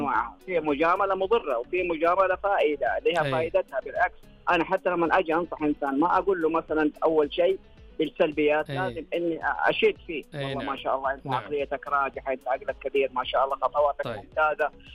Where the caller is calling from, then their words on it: Medina, Medina Province, Saudi Arabia; من المدينة المنورة.